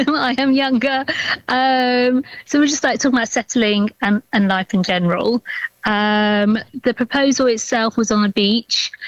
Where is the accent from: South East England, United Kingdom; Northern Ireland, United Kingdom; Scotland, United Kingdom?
South East England, United Kingdom; So I'm from Surrey.